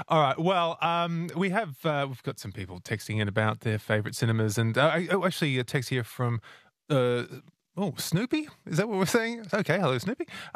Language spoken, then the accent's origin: English; Crows Nest, New South Wales, Australia; I grew up in Crow's Nest. There's a McDonald's proposed for Crow's Nest, and yeah.